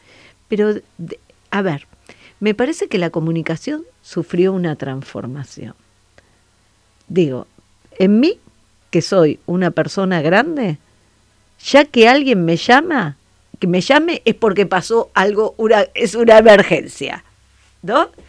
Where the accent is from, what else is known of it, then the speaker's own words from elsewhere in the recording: Buenos Aires, Argentina; Yo vivía en un barrio, en Parque Chacabuco